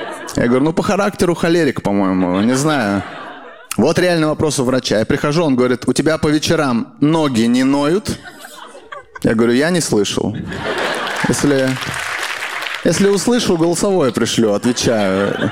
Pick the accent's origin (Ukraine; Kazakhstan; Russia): Kazakhstan; Я такой, я казах вообще.